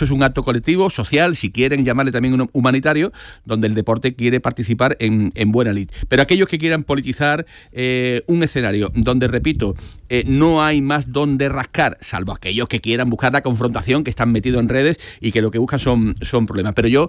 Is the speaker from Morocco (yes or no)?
yes; Morocco; con un objetivo político o de desprecio hacia mi pueblo, el pueblo marroquí.